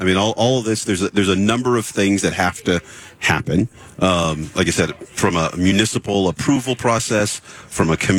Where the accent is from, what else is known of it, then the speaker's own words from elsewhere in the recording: Tacoma, Washington, United States; moved away as an adult; I grew up in Tacoma, Washington.